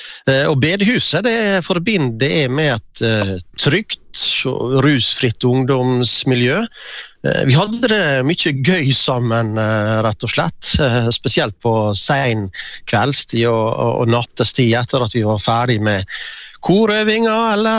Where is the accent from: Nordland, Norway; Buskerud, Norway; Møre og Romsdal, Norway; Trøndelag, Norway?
Møre og Romsdal, Norway; Ålesund; Jeg vokste opp på Åse, en drabantby i Ålesund kommune. Og før det, de aller første barneårene mine, hadde bak fjellet, som vi sier her i byen, altså i Sorenskriver Bullsgate.